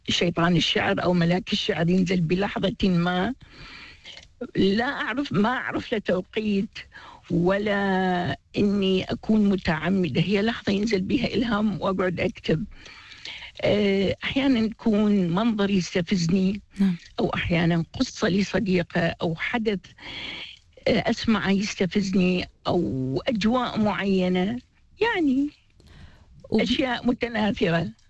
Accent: Iraq; now in Australia; أنا من العراق، أنتمي لمنتدى الجامعين العراقيين

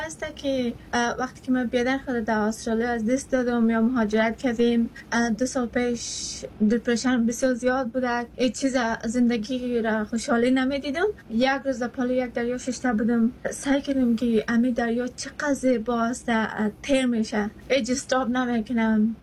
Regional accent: Afghanistan; now in Australia; من از افغانستان هستم در کور کلان شدم

